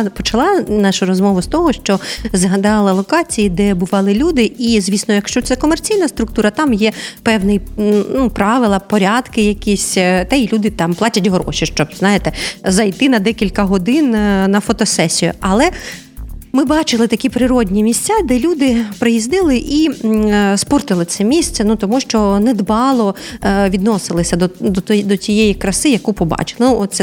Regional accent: Odesa, Odesa Oblast, Ukraine; ми, одесити

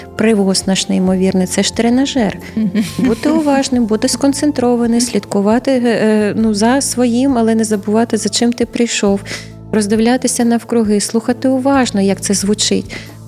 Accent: Odesa, Odesa Oblast, Ukraine; я з Одеси, місто літератури

